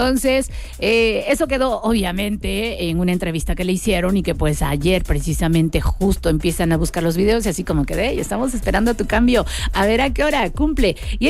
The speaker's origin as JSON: {"language": "Spanish", "country": "Mexico", "said": "esas costumbres feas que tenemos los mexicanos"}